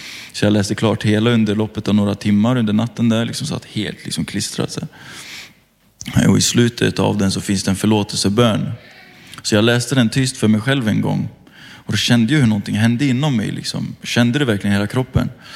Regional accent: Götene, Västra Götaland County, Sweden; moved away; jag är egentligen ifrån Götene. Alla här borde känna igen det, tänker jag. Liten håla liksom.

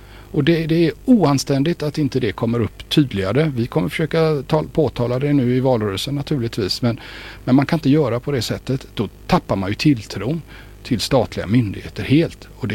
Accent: Gothenburg, Västra Götaland County, Sweden; Alltså, det blir ju mycket värre än vad vi som alla göteborgare som var läskunniga.

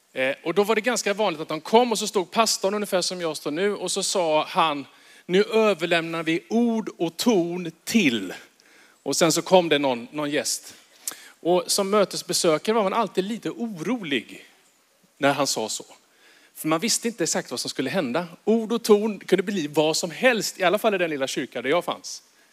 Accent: Halland County, Sweden; Jag är uppväxt i norra Halland på en liten ort.

